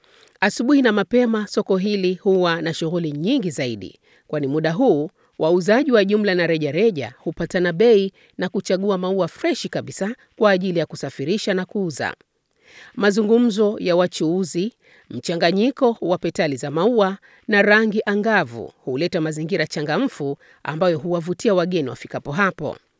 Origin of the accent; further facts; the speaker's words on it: Zanzibar, Tanzania; harufu nzuri ilitanda hewani na kunifanya nikumbuke nyumbani kwetu Zanzibar, visiwa vya karafuu.